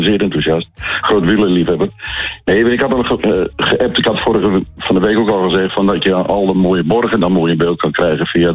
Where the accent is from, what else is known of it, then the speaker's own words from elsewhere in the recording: Groningen, Netherlands; born there; now in Friesland, Netherlands; Ik ben een geboren Groninger, hè. Ja. Ik ben een geboren Groninger.